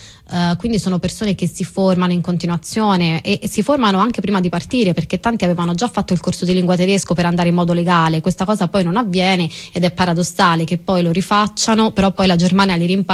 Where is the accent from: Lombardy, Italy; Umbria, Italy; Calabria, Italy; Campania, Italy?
Calabria, Italy; E io gli ho detto no, guarda, sono calabrese, che però effettivamente davanti al Marocco, quindi i miei tratti spesso venivano confusi